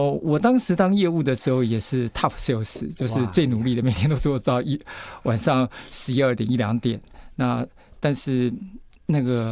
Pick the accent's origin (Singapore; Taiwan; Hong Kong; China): Taiwan; 然后呢，我们台湾人呢到国外去玩，我们叫澳镑。